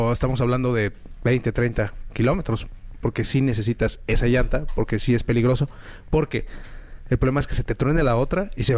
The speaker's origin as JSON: {"language": "Spanish", "town": "Villa de Reyes", "region": "San Luis Potosí", "country": "Mexico"}